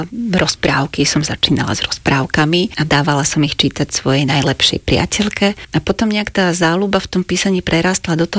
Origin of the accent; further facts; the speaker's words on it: Bratislava, Bratislava Region, Slovakia; Klasický model, žili sme v Bratislave, ja som rodina Bratislavčanka.